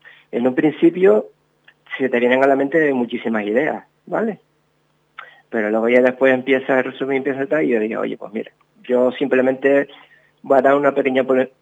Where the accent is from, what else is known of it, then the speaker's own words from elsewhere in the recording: El Palmar, Canary Islands, Spain; moved away as an adult; now in Tenerife, Spain; yo nací en el Palmar, me crié en el Palmar